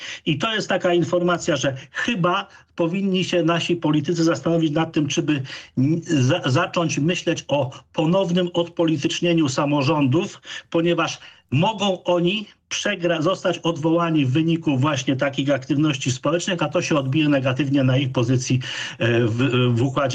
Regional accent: Gdańsk, Pomeranian Voivodeship, Poland; No ja jestem z Gdańska

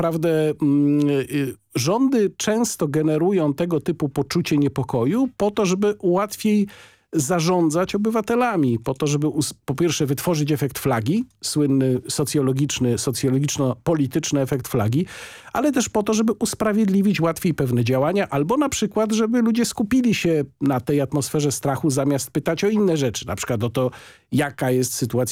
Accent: Łódź, Łódź Voivodeship, Poland; nad Łodzią, moim rodzinnym miastem

